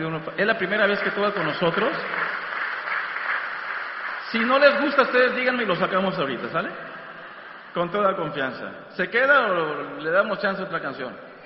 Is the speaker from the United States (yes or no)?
yes; McAllen, Texas, United States; nosotros venimos desde el estado de Texas, ahí desde McAllen, junto en la frontera de diócesis de Brownsville.